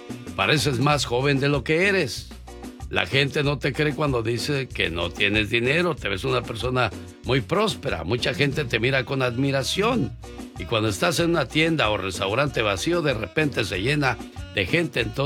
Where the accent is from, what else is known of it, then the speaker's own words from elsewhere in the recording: San Luis Potosí, Mexico; moved away; un día salí de San Luis Potosí, pero San Luis Potosí nunca salió de mí.